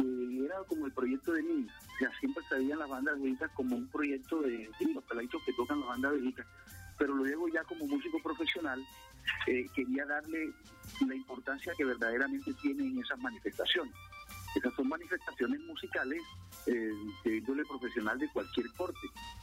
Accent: Córdoba, Colombia; nos hacen ser verdaderamente sinuanos, colombianos, gente que ama la tierra

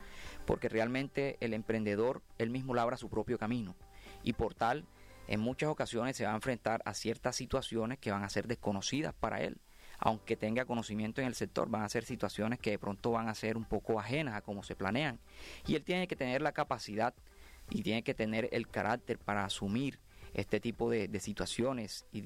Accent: Colombia; now in Córdoba, Colombia; nosotros como latinoamericanos, colombianos

